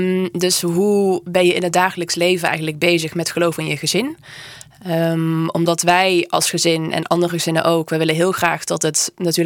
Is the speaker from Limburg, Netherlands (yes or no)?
yes; Limburg, Netherlands; now in Culemborg, Netherlands; Ik woon in Culemborg met mijn man Remco. En we hebben 2 kinderen van 8 en bijna 10. Oorspronkelijk kom ik uit Limburg.